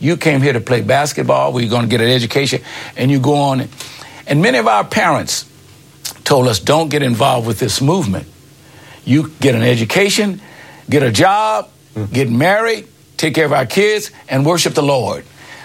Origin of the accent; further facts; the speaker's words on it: Wichita, Kansas, United States; born there; I was born there in Wichita. My father was a minister in the Church of Christ at that time. And we moved from all around.